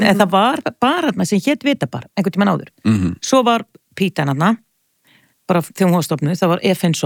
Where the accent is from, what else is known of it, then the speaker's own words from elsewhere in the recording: Hafnarfjörður, Capital Region, Iceland; ég reyndar alveg upp í Hafnarfirði, þannig ég var ekki daglega gestur í borginni fyrir ég var tvítu því ég flutt úr Hafnarfirði.